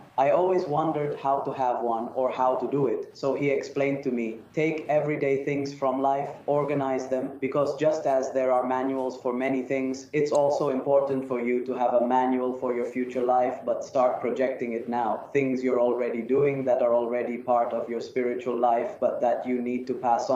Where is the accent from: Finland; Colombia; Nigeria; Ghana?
Colombia; I'm from Colombia. I work in a very beautiful diocese called the Diocese of Uga, known for a sanctuary called the Lord of Miracles.